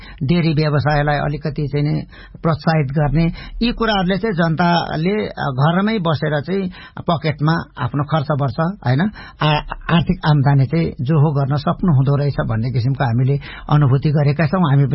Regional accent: Koshi Province, Nepal; भारत सिक्किम र नेपालको सिमाना जोडिएको ठाउँलाई चाहिँ तीन सिमाना हुन्छ. त्यो मेरो गाउँमा पर्दछ.

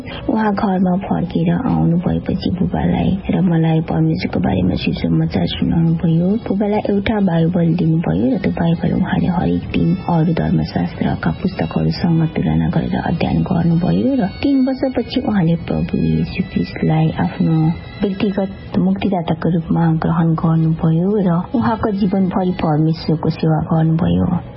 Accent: Bagmati, Nepal; मेरो गाउँ दोलखाको एक विकट ठाउँमा छ।

